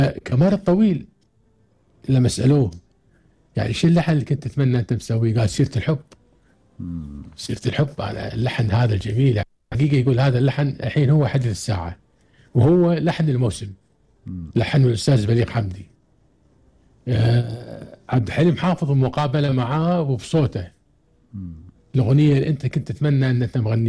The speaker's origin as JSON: {"language": "Arabic", "country": "Kuwait"}